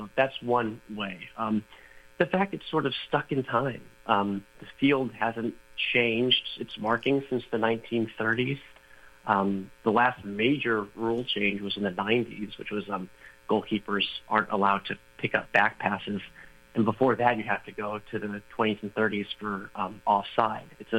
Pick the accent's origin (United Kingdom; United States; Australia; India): United States; as an American